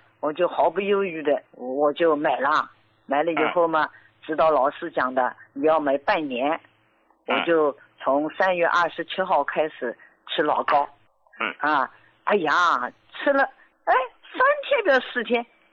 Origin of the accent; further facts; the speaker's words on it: Jiangsu, China; 我今年73岁，我是江苏的